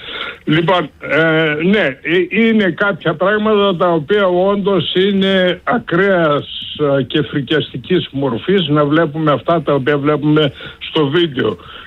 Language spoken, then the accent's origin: Greek; Palamas, Thessaly, Greece; από Παλαμά της Καρδίτσας.